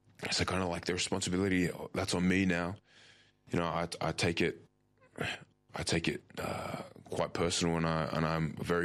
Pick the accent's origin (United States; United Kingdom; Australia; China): Australia; Like being an Aussie boy